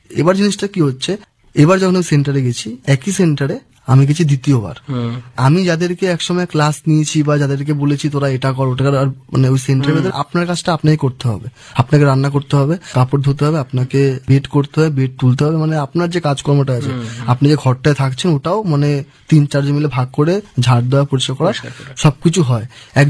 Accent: Shyamnagar, West Bengal, India; now in Kolkata, India; আমার বাড়ি শ্যামনগর, আমার কলকাতা তো এক আত্মীয়ের বাড়ি আছে

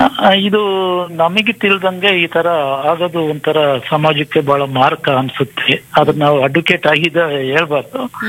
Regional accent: Sollapura, Karnataka, India; now in Bengaluru, India; ನಾವು ನಮ್ ನೇಟಿವ್ ಚಿಕ್ಕಮಗಳೂರು ಜಿಲ್ಲೆ ಅಜ್ಜಂಪುರ ತಾಲೂಕು ಸೊಲ್ಲಾಪುರ. ನಾವು ಇಲ್ಲಿ ಬೆಂಗಳೂರಲ್ಲೇ ಬಂದು ಸೆಟ್ಲ್ ಆಗಿದ್ದೀವಿ, 50 ವರ್ಷ ಆಯ್ತು ಬೆಂಗಳೂರಿಗೆ ಬಂದು.

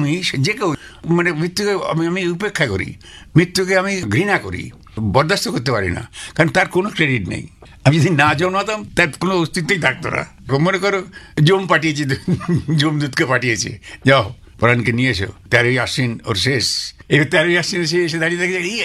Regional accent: Jessore, Khulna Division, Bangladesh; also born or lived in Beleghata, Kolkata; now in Kolkata, India; মানে আমার কলকাতায় আসা পর্যন্ত। আমার বাবার বাপের বাড়ি ছিল আলাদা, আমার জন্ম হয়েছিল বেলেঘাটায়, আচ্ছা মামা বাড়িতে, বাবার বাপের বাড়ি ছিল যশোরে, সেইখানে এই দিদা, তার কোলে আমি মানুষ হচ্ছি

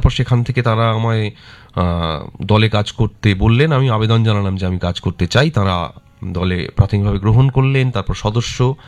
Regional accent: Baidyabati, West Bengal, India; আমার বাড়ি আসলে বৈদ্যবাটি

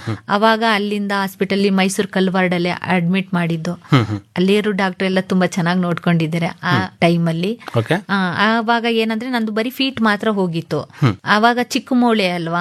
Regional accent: Kanchugara Koppalu, Mysore district, Karnataka, India; ನಮ್ದು ಊರು ಕಂಚುಗಾರ ಕೊಪ್ಪಲು, ಕೆಆರ್ ನಗರ ತಾಲೂಕು, ಮೈಸೂರು ಡಿಸ್ಟ್ರಿಕ್ಟ್.

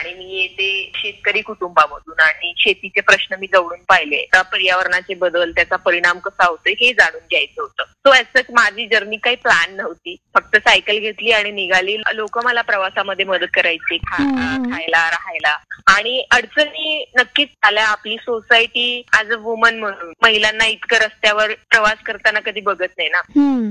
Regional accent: Yavatmal, Maharashtra, India; माझा जिल्हा यवतमाळ येतो पण मी चंद्रपूरला तिकडे शिकायला गेले

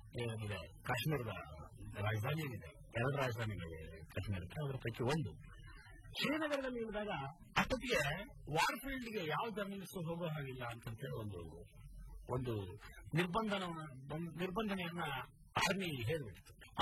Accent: South India, India; now in Bangalore, India; ನಾನು ಬೆಂಗಳೂರಿಂದ ಬಂದಿದ್ದೀನಿ, ಆಮೇಲೆ ಸೌತ್ ಇಂಡಿಯನ್

